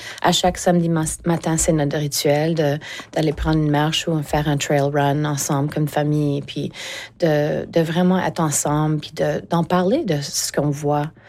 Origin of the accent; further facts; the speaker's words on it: Eastern Canada, Canada; mais il y a tellement une liberté d'en parler parce que je viens de l'Est du Canada.